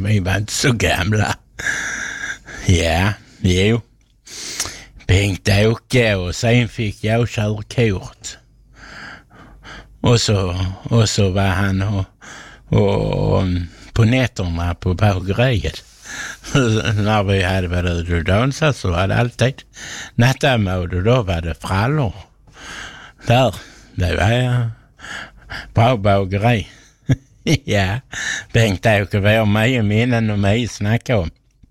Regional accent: Skurup, Skåne, Sweden; en god kompis hemma i Skurup.

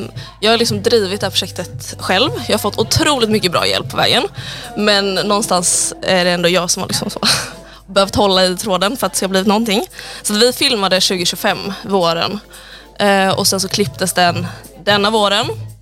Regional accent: Gothenburg, Västra Götaland County, Sweden; moved away; also born or lived in Västerbotten; Jag är från Göteborg

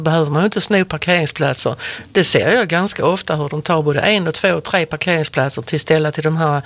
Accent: Malmö, Skåne, Sweden; Men det finns ju redan i Malmö. Precis. Där jag växte upp ute på Erikslust.

